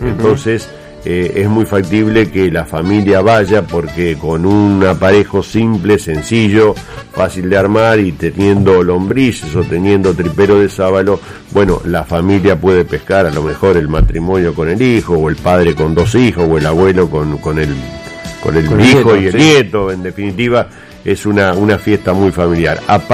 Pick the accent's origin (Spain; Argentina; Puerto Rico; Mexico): Argentina; Santa Fe; nosotros como santafesinos